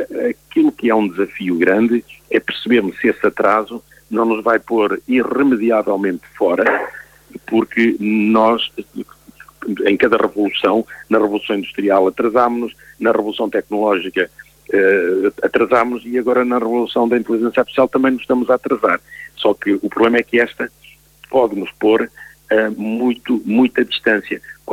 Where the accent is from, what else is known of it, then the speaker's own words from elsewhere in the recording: Portugal; nós em Portugal normalmente adotamos